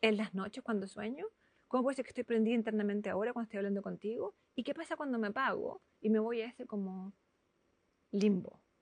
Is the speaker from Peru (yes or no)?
no; Chile; now in Bochum, Germany; Yo digo, soy una fake Italian. Yo soy chilena.